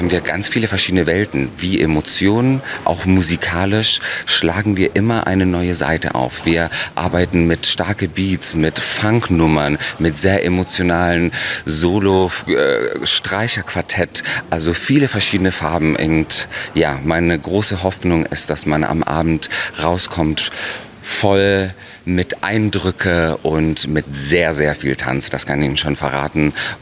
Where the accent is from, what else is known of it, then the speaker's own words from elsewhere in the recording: Italy; moved away; Ich bin in Italien aufgewachsen und mit griechischer Mythologie und mit Latein, das war für uns ganz normal jeden Tag.